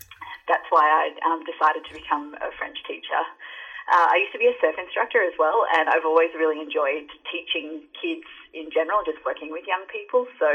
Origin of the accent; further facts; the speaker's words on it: Australia; moved away as an adult; So I grew up in Australia. I just moved here last year, actually. I grew up in a beach town in Australia near the coast and grew up surfing and doing lots of outdoors activities.